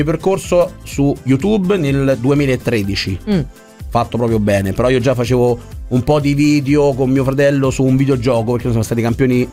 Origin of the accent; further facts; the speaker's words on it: Rome, Lazio, Italy; So de Roma.